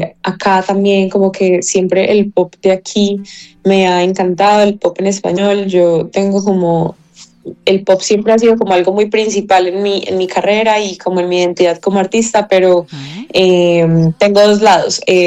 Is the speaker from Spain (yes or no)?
no; Colombia; also born or lived in Los Angeles, California, United States; nací en Estados Unidos, en Los Ángeles, California, me crié en Colombia